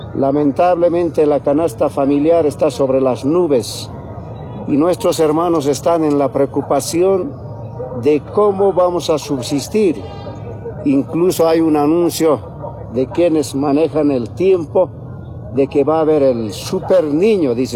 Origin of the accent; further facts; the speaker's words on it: Bolivia; Nosotros como bolivianos, como campesinos, somos respetuosos, ¿no?